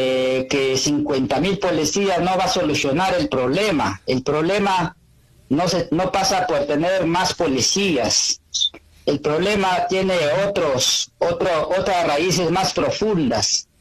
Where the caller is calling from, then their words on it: Lambayeque, Peru; estoy llamando de la región de Lambayeque.